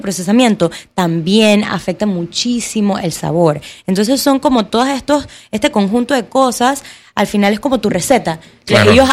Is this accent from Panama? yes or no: yes; Panama; Yo tengo ya 7 años de estar trabajando aquí, yo soy panameña, también me preguntan bastante, yo soy panameña, soy artista plástica de tiempo completo